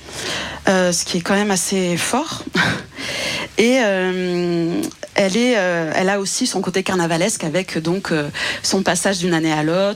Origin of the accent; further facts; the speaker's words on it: Nice, Provence-Alpes-Côte d'Azur, France; Moi je viens d'un pays d'extrême droite qui s'appelle Nice, avec une grande culture de carnaval.